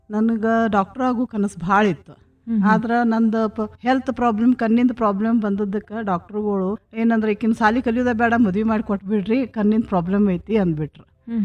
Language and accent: Kannada; Munavalli, Karnataka, India; now in Belagavi, India; ನಾನು ಹುಟ್ಟಿ ಬೆಳೆದದ್ದು ಒಂದು ಹಳ್ಳಿ ವಾತಾವರಣದಲ್ಲಿ. ಆ ಹಳ್ಳಿಯಲ್ಲಿ ಕೇವಲ 10,000 ಜನ ಇರುವಂತ ಒಂದು ಹಳ್ಳಿ. ಆ ಹಳ್ಳಿ ಒಳಗಿನ ವಾತಾವರಣ ಈಗೂ ಅದು ಒಂಥರ ಕನಸು. ಈಗ ಆ ಊರಿಗೆ ಹೋದ್ರೆ ನನಗದು ಕಾಣೋದಿಲ್ಲ ಆ ಮುನ್ವಳ್ಳಿ.